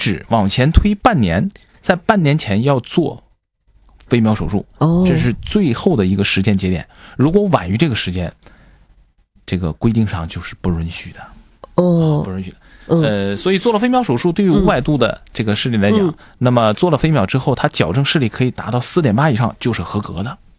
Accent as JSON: {"language": "Chinese", "town": "Changchun", "region": "Jilin", "country": "China", "tie": "born or raised there", "moved": "as an adult", "lives_now": "Xi'an, China", "said": "这个我的老家也在长春。"}